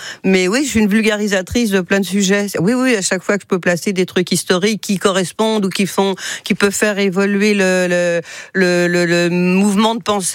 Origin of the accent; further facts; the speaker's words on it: Paris, Île-de-France, France; moved away as an adult; now in Sablé-sur-Sarthe, France; Parce que j'ai toujours vécu en ville, je suis née à Paris 9e, donc plein centre, quoi, et Paris Faubourg